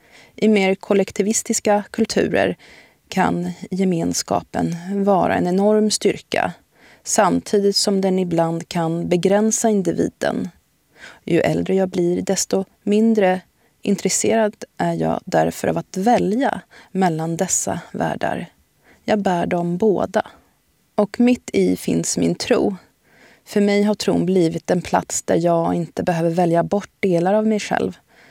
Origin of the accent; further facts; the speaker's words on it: Sweden; also born or lived in Iraq; Jag är född i Irak, uppvuxen i Sverige och muslim.